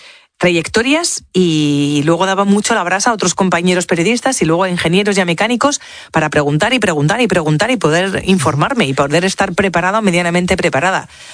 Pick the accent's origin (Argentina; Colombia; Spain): Spain